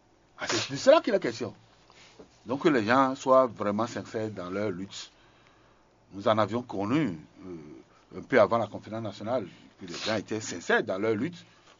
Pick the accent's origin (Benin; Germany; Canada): Benin; même chez nous, chez moi au Bénin.